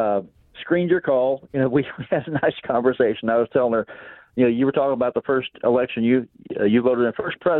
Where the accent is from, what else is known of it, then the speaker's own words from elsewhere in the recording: Illinois, United States; I am from Tax and Spend, Illinois, that has been run by Democrats, you know, forever.